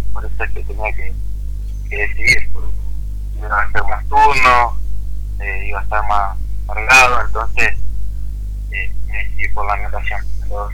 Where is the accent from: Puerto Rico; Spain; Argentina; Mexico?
Argentina; Santa Fe; also born or lived in Alejandra; Yo estoy acá de Santa Fe, tengo familia en Alejandra